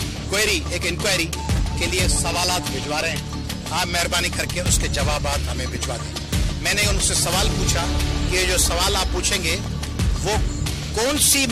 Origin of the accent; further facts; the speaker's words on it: Sindh, Pakistan; یہ سندھ ہمارا وطن ہے ہماری زمین ہے اور پاکستان ہمارا ملک ہے